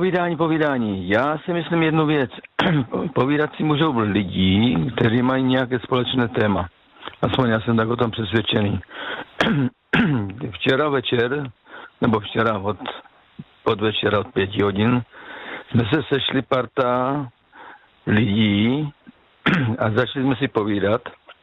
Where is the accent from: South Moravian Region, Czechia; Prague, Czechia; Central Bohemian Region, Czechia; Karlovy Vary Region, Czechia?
South Moravian Region, Czechia; Já jsem z Jižní Moravy, tak tam se neříká babička, ale tam se říká stařenka.